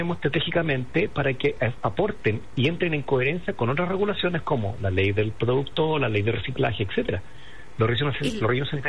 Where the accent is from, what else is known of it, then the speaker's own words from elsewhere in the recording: Iquique, Tarapacá, Chile; yo soy de Iquique